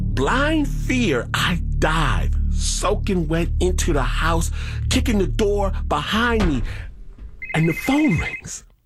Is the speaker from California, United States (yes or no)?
no; Michigan, United States; I'm from Michigan.